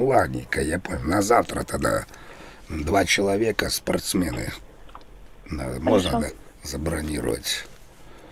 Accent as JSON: {"language": "Russian", "region": "Moscow", "country": "Russia", "said": "Потому что я из Москвы или просто вообще нет?"}